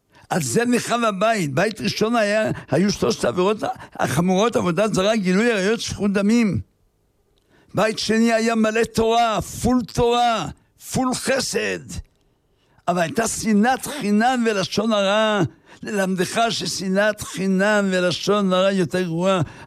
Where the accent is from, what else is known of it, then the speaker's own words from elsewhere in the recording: Haifa, Haifa District, Israel; אני גדלתי בחיפה